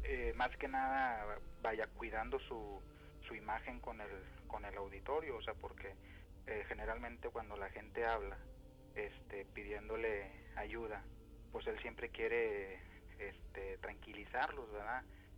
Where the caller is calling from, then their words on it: Monterrey, Nuevo León, Mexico; De acá, de Monterrey.